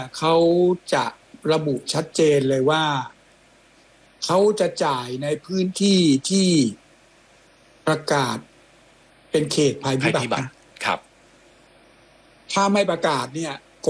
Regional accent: Damnoen Saduak, Ratchaburi, Thailand; ผมเป็นคนชาวสวนเป็นคนดำเนินสะดวก

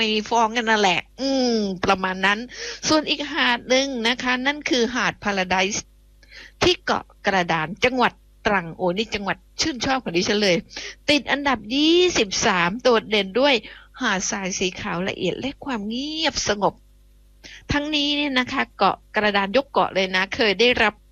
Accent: Phuket, Thailand; moved away; บ้านดิฉันเองจังหวัดภูเก็ตดิฉันเนี่ยเป็นคนบ้านนอกเนาะอยู่นอกนะนอกแผ่นดินนะดิฉันมาจากเกาะ

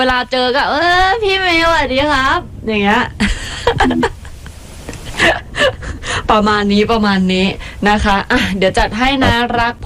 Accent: Bangkok, Thailand; หนูเป็นคนกรุงเทพค่ะ

